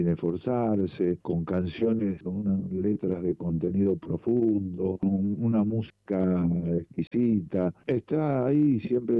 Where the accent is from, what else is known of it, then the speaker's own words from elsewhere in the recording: Morón, Buenos Aires Province, Argentina; los dos somos de Morón.